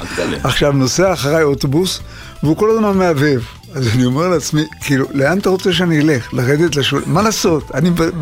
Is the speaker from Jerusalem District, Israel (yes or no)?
no; Ramat Gan, Tel Aviv District, Israel; אני מאזור רמת גן למשל, גבעתיים